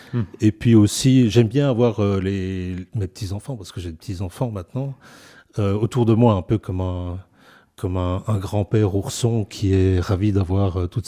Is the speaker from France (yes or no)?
no; Ohain, Wallonia, Belgium; born or raised there